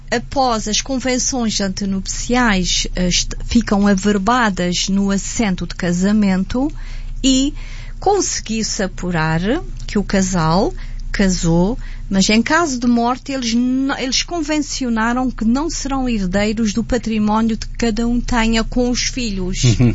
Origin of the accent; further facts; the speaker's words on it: Azores, Portugal; moved away; gente da minha terra, que eu tinha vindo das celebrações do Senhor Santo Cristo dos Milagres em Ponta Delgada.